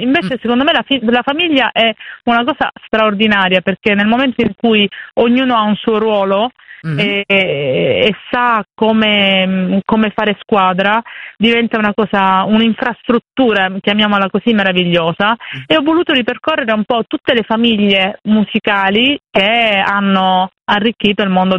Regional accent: Arnesano, Apulia, Italy; moved away; Io sono originaria di Arnesano, che è un piccolissimo centro proprio alle porte di Lecce.

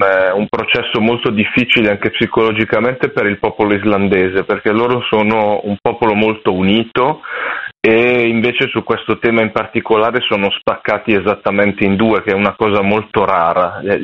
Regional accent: Lombardy, Italy; Sì, sono dal nord Italia, sono lombardo.

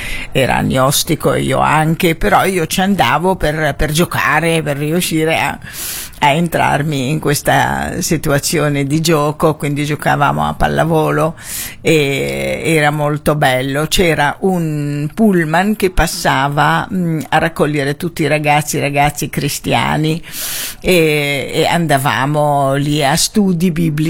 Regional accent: Gaza, Gaza Strip, Palestine; moved away as an adult; Ma nessuno di noi è in realtà originari di Gaza, ma io sono nata e cresciuta a Gaza, io mi considero di palestinese di Gaza, ovviamente.

